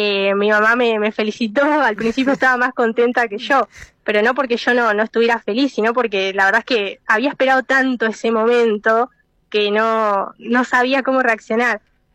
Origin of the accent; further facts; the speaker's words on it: El Bolsón, Río Negro, Argentina; muchos chicos de Bolsón, o al menos cuando yo estaba en el secundario, no llegaban mucho a estas oportunidades de becas de Buenos Aires o de afuera